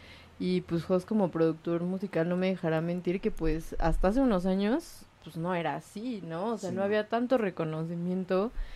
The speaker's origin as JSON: {"language": "Spanish", "town": "Tlalnepantla", "region": "State of Mexico", "country": "Mexico", "tie": "born or raised there", "moved": "as an adult", "lives_now": "Mexico City, Mexico", "said": "yo que pues no crecí acá en la ciudad, soy del estado, siento que sí hay como cosas muy específicas. Por ejemplo, yo me daba cuenta que ahí yo soy de Tlane, representando a Tlane y yo."}